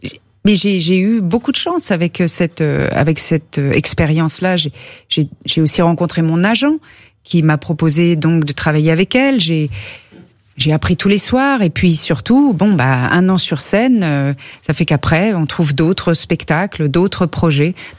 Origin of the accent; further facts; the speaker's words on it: Paris, Île-de-France, France; also born or lived in Cannes; moi j'ai vécu en France, à Paris, et c'est vrai, je suis née à Cannes et je connais bien Cannes parce que ma grand-mère y habitait et on y allait tout le temps.